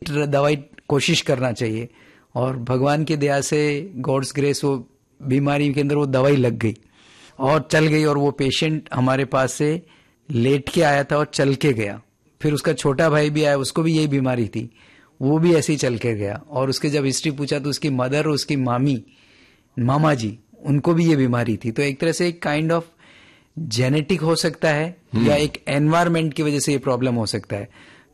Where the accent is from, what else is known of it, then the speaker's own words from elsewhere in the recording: Rajasthan, India; मैं राजस्थान का रहने वाला हूं